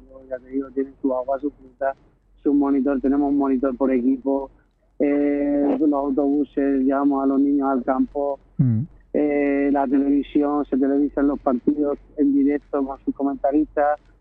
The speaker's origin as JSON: {"language": "Spanish", "town": "Cáceres", "region": "Extremadura", "country": "Spain", "moved": "yes", "said": "yo soy de allí de Cáceres"}